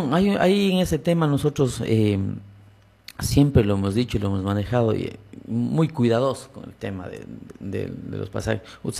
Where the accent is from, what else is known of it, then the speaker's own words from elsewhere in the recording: Morona Santiago, Ecuador; yo también no soy de Maca, yo soy del vecino cantón de Limón y Danza